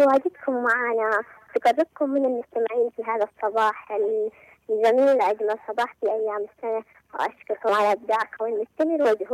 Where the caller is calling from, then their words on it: Marib, Yemen